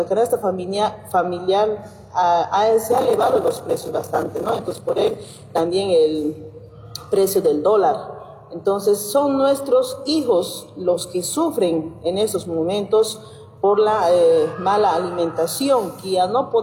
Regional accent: Bolivia; Que estamos muy afectados como pueblo boliviano.

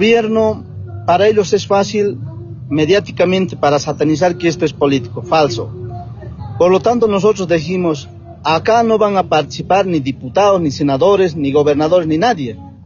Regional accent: Bolivia; las grandes mayorías que nosotros somos los bolivianos y bolivianas.

